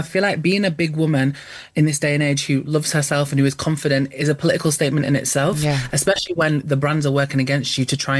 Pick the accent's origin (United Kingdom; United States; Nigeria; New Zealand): United Kingdom; I mean, I think as British people in general